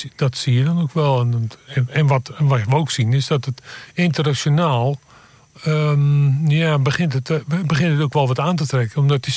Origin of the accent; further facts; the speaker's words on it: Rijnsburg, South Holland, Netherlands; Bijvoorbeeld Rijnsburg. Oorspronkelijk kom ik uit Rijnsburg.